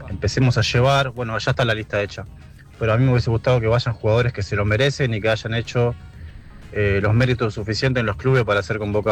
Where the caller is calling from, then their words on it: Buenos Aires, Argentina; de Mataderos.